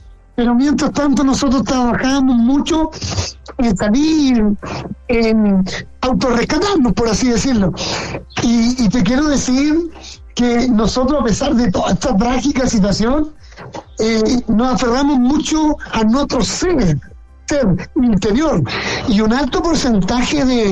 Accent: Chile; porque pasaban muchas cosas por la cabeza de nosotros como mineros chilenos

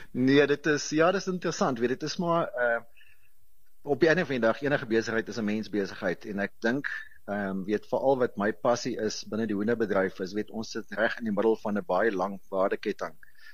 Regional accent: Hoopstad, Free State, South Africa; moved away; Ek kom daar uit die Milieu area uit Hoopstad uit groot geword daarso.

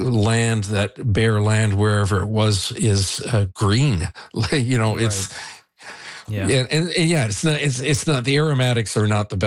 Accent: Niagara-on-the-Lake, Ontario, Canada; I've been lived on this road for 41 years, and I grew up in Niagara on the Lake for 69 years. So it's, my entire life.

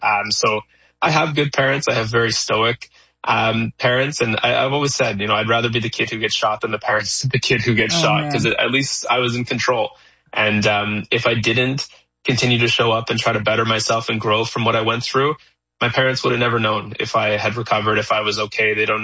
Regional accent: Canada; Yeah, both my parents are. I'm born and raised in Canada.

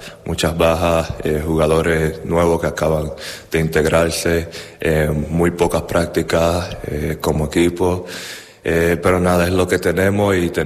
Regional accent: Puerto Plata, Dominican Republic; nací y me crié en Puerto Plata, en la República Dominicana. Es una ciudad pequeña.

